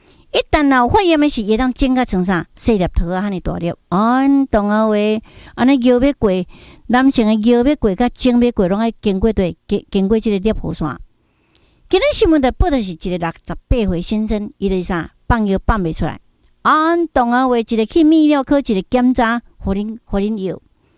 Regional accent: Taiwan; accent: Taiwanese Mandarin; 如果你叫我跟你讲国语呢，可能我那个台湾国语就露出来了啊。

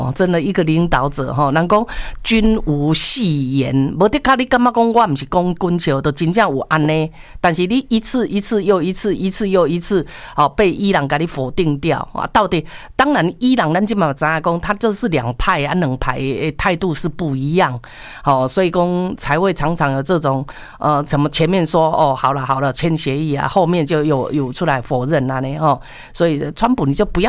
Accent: Taiwan; 什么？我们中国，我们是台湾的，嘿。

